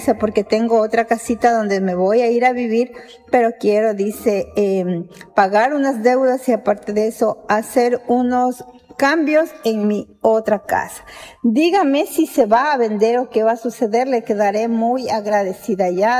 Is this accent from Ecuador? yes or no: yes; Ecuador; Yo soy ecuatoriana, sí, soy ecuatoriana a mucha honra.